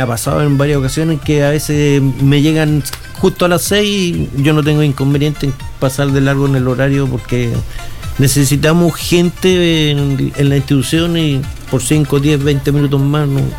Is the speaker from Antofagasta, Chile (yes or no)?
yes; Antofagasta, Chile; Yo soy de Antofagasta, pero la plaza está en Santiago